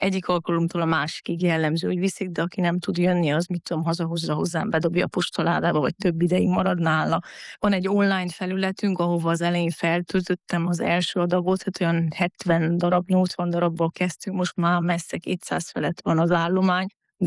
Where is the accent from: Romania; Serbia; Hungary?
Romania; Transylvania; now in Salzburg, Austria; én erdélyi vagyok eredetileg